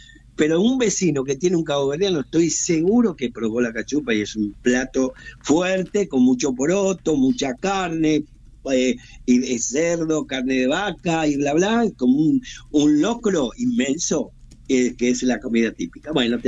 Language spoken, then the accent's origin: Spanish; Avellaneda, Buenos Aires Province, Argentina; born there; Nací en Avellaneda, en el Fiorito.